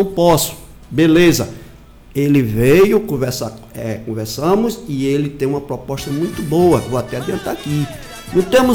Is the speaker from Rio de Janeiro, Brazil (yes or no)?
no; Delmiro Gouveia, Alagoas, Brazil; nós delmirenses, de todas as cidades circunvizinhas aqui